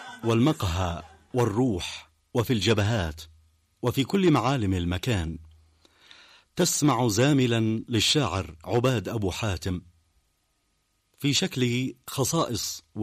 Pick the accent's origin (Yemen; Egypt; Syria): Yemen; في بدايات هذا العدوان على بلادنا اليمن في العام 2015